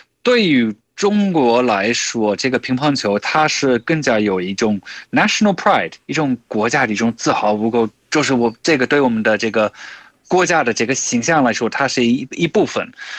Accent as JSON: {"language": "Chinese", "country": "United Kingdom", "second_language": "Chinese", "said": "但我这种来自英国、中文普通话说的还可以的人，没准我上辈子就是陕西人。"}